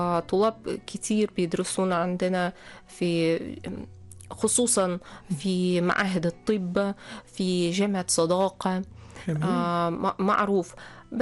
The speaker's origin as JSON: {"language": "Arabic", "country": "Russia", "second_language": "Arabic", "said": "عندنا في روسيا"}